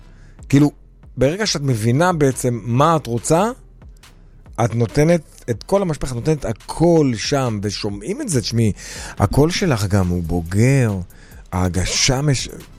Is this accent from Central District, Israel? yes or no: no; Holon, Tel Aviv District, Israel; גם אני חולון דרך אגב.